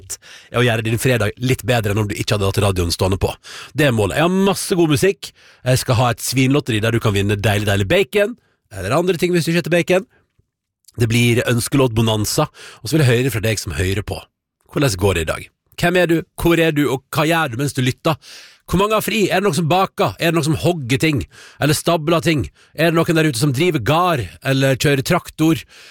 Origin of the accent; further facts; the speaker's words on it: Førde, Vestland, Norway; Da jeg vokste opp i Førde, så var først 17. mai var først barnas dag